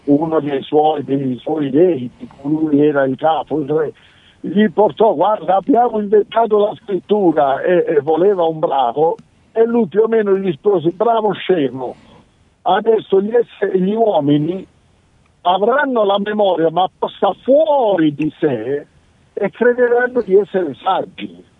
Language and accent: Italian; Southern Italy, Italy; Non dimenticare che sono Terrone